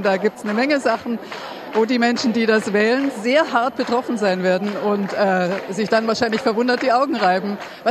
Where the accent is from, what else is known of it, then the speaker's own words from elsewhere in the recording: Halle, Saxony-Anhalt, Germany; die sehr deutlich als Hallenser zeigen, dass wir den Siegmund hier nicht haben wollen